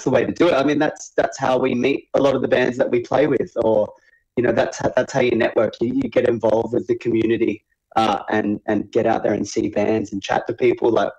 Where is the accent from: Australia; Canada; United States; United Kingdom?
Australia; Adelaide, South Australia; We love Adelaide. I'm originally from Adelaide, so any way to help a small festival grow there.